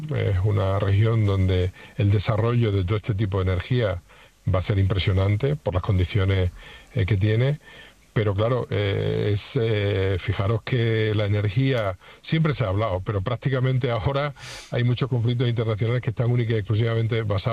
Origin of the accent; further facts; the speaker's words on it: Badajoz, Extremadura, Spain; los que tenemos ya mucha edad y los que hemos crecido en esta ciudad